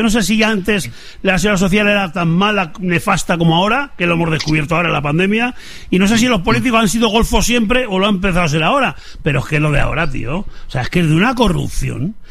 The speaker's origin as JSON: {"language": "Spanish", "country": "Spain"}